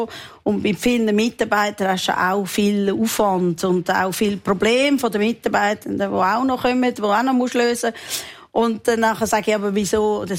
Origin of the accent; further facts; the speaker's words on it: Switzerland; Ich bin Schweizerin.